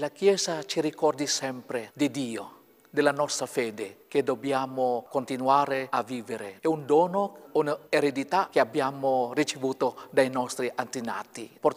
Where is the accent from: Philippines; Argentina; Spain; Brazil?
Philippines; Italian is a second language; now in Ricaldone, Italy; Mi piace molto il posto perché in qualche certo modo assomiglia all'ambiente dove sono cresciuti nelle Filippine.